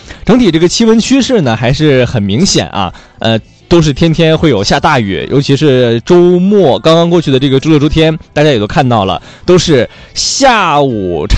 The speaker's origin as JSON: {"language": "Chinese", "town": "Weihai", "region": "Shandong", "country": "China", "tie": "born or raised there", "moved": "yes", "lives_now": "Hainan, China", "said": "像我们老家啊，山东威海"}